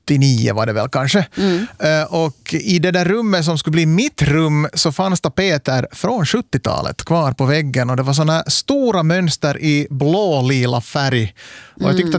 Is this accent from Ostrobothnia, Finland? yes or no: yes; Korsholm, Ostrobothnia, Finland; jag bodde ju i min ungdom i Smedsby, Korsholm, där utanför Vasa.